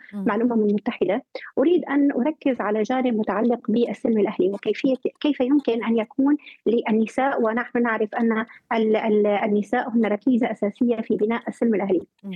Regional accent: Syria; نحن كشعب سوري

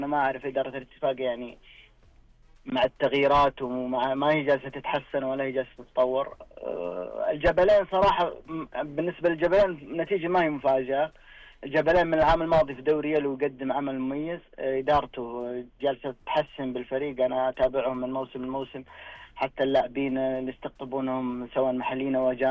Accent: Saudi Arabia; إحنا نعاني منها كمدربين سعوديين

